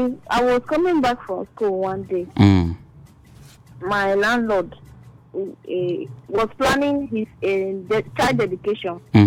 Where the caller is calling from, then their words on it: Port Harcourt, Rivers, Nigeria; I'm calling from Rumola and I'm a first time caller.